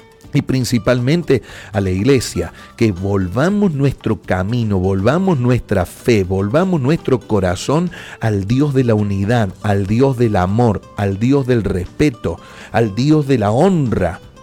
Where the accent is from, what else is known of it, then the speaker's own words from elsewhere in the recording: Argentina; nosotros como argentinos